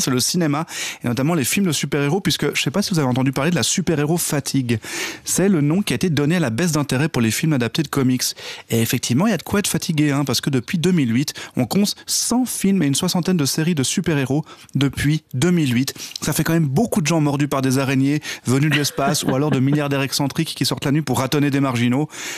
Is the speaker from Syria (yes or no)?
no; Romandy, Switzerland; je suis un des Suisses romans qui compte, un des 100 Suisses romans qui compte selon le temps.